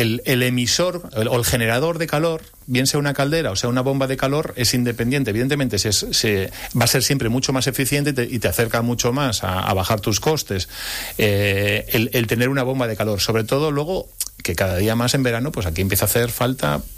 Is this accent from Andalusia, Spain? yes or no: no; Asturias, Spain; yo soy asturiano y aquí no hay sol. Y aquí está lloviendo continuamente.